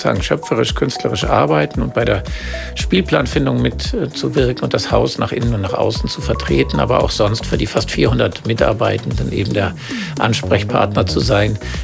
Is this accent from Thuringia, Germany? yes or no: no; Bavaria, Germany; moved away; Als Kind, ich komme ja vom Dorf, aus dem Allgäu